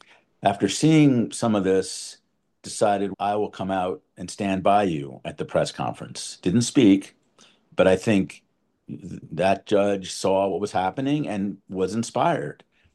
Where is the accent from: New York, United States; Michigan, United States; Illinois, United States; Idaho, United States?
New York, United States; New Rochelle; I grew up in New Rochelle, New York, just north of New York City.